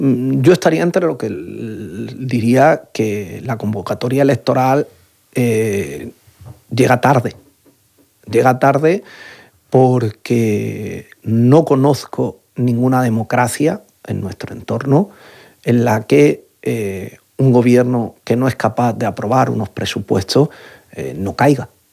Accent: Spain; no solo como españoles, sino todo lo que suponemos como comunidad hispana.

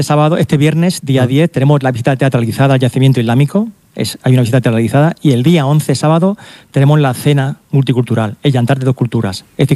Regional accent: Cieza, Region of Murcia, Spain; Yo soy de Cieza, soy especializado en Cieza y conozco mi pueblo muy bien.

